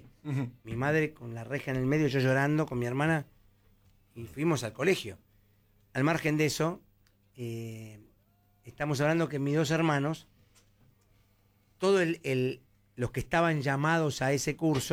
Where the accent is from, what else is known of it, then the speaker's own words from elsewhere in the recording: Palomar, Buenos Aires Province, Argentina; Yo soy de Palomar. Por supuesto que lo conozco.